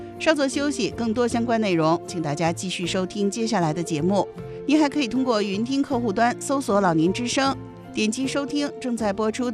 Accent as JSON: {"language": "Chinese", "country": "China", "said": "我们中国人"}